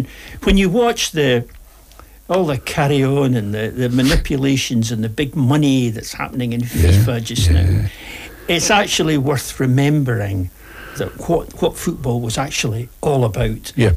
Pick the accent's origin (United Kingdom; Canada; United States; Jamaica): United Kingdom; Edinburgh, Scotland; I was born and brought up in Stockbridge in Edinburgh.